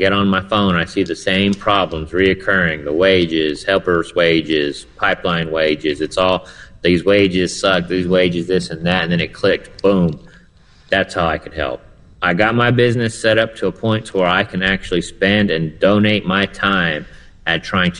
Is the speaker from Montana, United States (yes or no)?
no; Monahans, Texas, United States; I'm from Monahans, Texas. I'm deep in the old country over here, about 20, 30 miles west of Midland, Odessa.